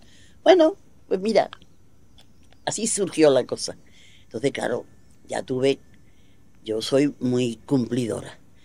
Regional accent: Seville, Andalusia, Spain; desde que mi madre y mis padres se trasladaron desde Triana, donde yo nací, en el barrio de Voluntad, a la Puerta de la Arena, yo, mi infancia, ya de jugar en la calle y eso, fue en la Puerta de la Arena

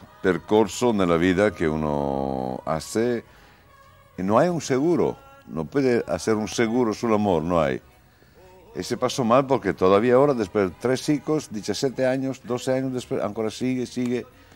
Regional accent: Italy; born there; Spanish is a second language; moved away; sangre italiano y mitad españolo. Porque si yo tenía que elegir en dónde nacer, si no nací en Italia, decía España.

